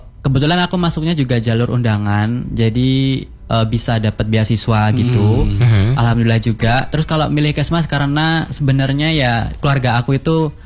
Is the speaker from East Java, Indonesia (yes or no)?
yes; Banyuwangi, East Java, Indonesia; moved away as an adult; now in Malang, Indonesia; Saya sebenarnya asalnya Banyuwangi, cuman ya kuliahnya di Malang